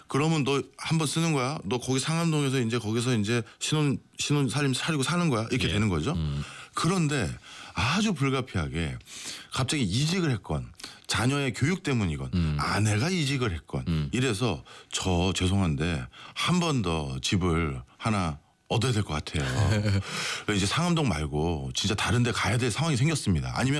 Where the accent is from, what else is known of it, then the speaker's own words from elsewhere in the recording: Seoul, South Korea; 저는 집도 서울이라서 굳이 나가서 따로 살 이유가 없잖아요. 통학하는데.